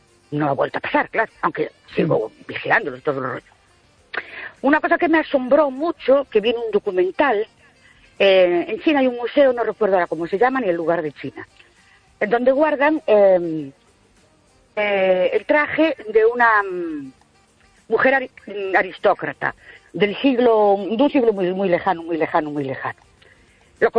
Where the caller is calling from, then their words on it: Ourense, Galicia, Spain; Buenas noches … de Ourense.